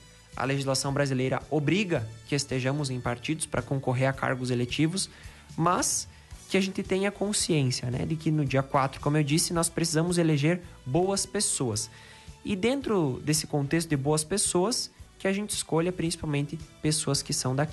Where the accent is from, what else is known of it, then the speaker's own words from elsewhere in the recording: Chapecó, Santa Catarina, Brazil; Eu nasci e cresci em Chapecó